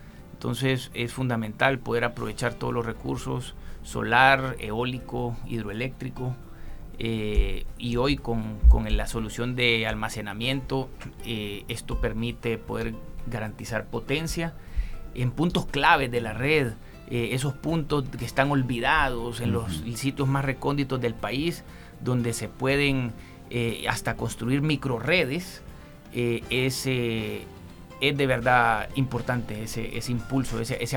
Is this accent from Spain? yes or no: no; Honduras; Nosotros, como hondureños, a ver, Honduras es un país muy rico en recursos naturales